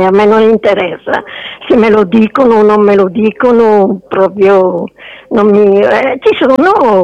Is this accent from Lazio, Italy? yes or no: no; Montichiari, Lombardy, Italy; born there; sono bresciana, sono nata alla Fascia d'Oro di Montichiari.